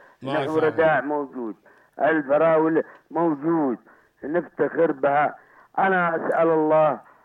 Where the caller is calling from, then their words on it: Sanaa, Amanat Al Asimah, Yemen; عندنا في صنعاء